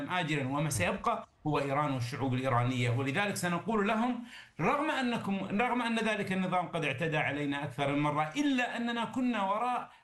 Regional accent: Kuwait; عندنا بالكويت

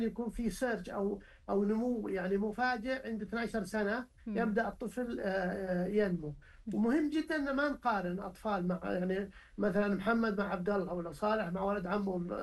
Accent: Saudi Arabia; عندنا في المملكه هنا

